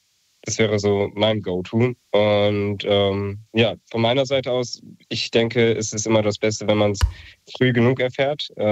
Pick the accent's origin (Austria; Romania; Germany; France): Germany; Marburg, Hesse; Ich komme aus Marburg.